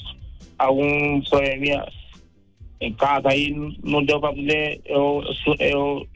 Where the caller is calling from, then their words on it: Piauí, Brazil; eu tô falando aqui do Piauí.